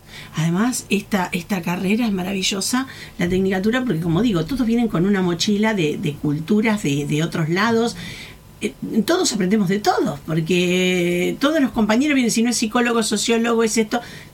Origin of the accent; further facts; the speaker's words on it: Berazategui, Buenos Aires Province, Argentina; yo soy de Berazategui, así que para mí es cerca, acostumbrada a viajar acá.